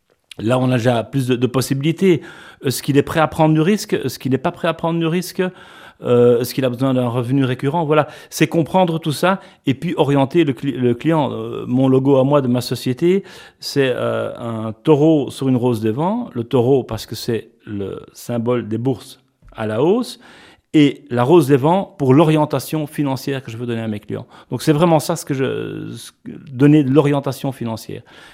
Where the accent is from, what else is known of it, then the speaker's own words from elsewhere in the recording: Antwerp, Flanders, Belgium; now in Luxembourg; Je n'avais donc plus de lien où je me sentais plus obligé de rester à Anvers, puisque je suis originaire d'Anvers, pour reprendre la société familiale.